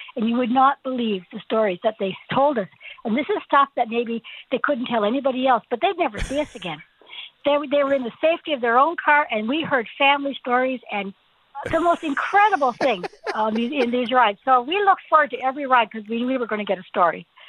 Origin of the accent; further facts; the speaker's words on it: Ontario, Canada; also born or lived in Glace Bay; I was my parents emigrated for the work the mines up in Northern Ontario, so I was brought up in Northern Ontario.